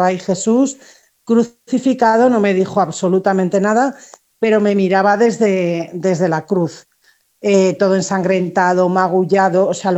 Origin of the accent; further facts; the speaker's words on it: Spain; born there; yo nací en una familia muy católica en España, como podéis ver por mi acento